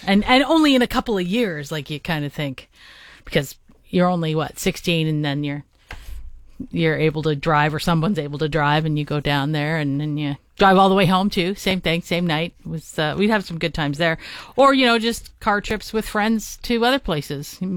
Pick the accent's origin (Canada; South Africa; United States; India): Canada; we're from Canada, look out. We know what we're doing.